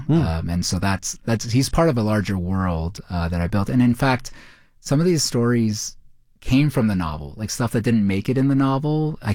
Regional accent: India

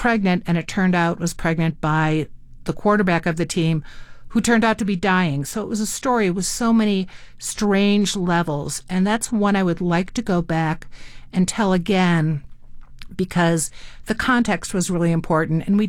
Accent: Illinois, United States; moved away as an adult; also born or lived in Ithaca, New York / Long Beach Island, New Jersey; now in Denver, United States; I grew up in the Midwest, a suburb of Chicago. I went to school at Cornell, and I decided the East Coast was not for me.

